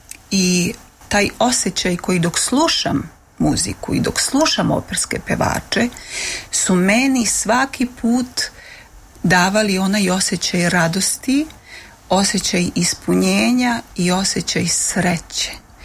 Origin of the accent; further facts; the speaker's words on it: Bosnia & Herzegovina; Pa s obzirom da sam rasla u Bosni i dug je to i nekako nestandardan put bio moj razvojni put.